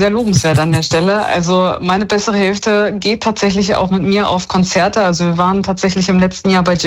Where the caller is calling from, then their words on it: Lower Saxony, Germany; Ich rufe aus der Nähe von Hameln an, bei Hannover.